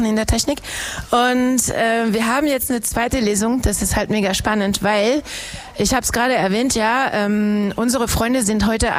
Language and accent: German; France; German is a second language; Ich bin Französin. Ich hab's jetzt gesagt.